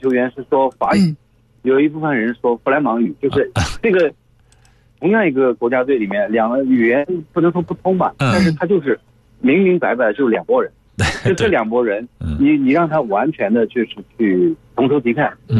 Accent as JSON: {"language": "Chinese", "country": "China", "said": "我们中国人"}